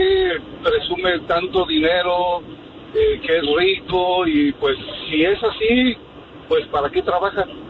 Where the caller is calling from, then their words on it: Chicago, Illinois, United States; De la ciudad de los vientos, Chicago, Illinois.